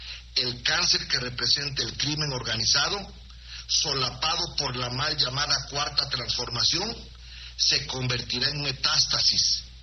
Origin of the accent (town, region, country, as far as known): Veracruz, Mexico